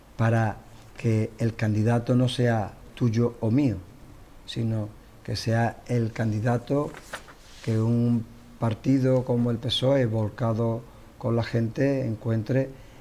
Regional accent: Chiclana de la Frontera, Andalusia, Spain; me enamoro a mi pueblo, me han surgido ofertas y he estado en otros cargos, pero mi plan es Chiclana

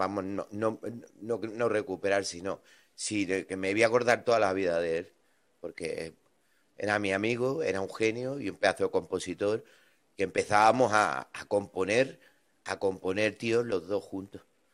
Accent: Andalusia, Spain; Coño. Nosotros somos andaluces, tío. Ahora viene la Semana Santa

